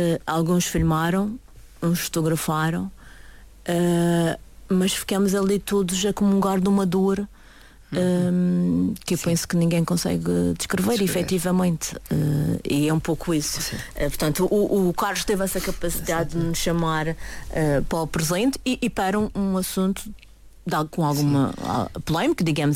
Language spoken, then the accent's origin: Portuguese; Porto Santo, Madeira, Portugal; born or raised there